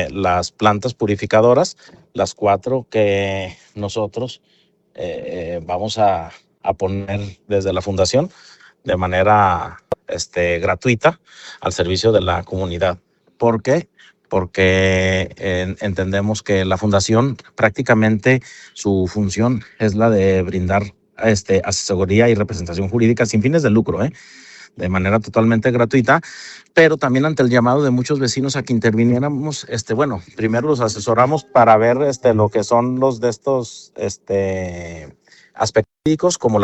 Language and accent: Spanish; Guadalajara, Jalisco, Mexico; yo también soy de Guadalajara, son mis vecinos